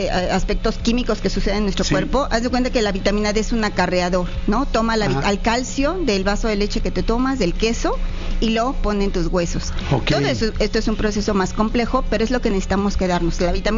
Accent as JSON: {"language": "Spanish", "country": "Mexico"}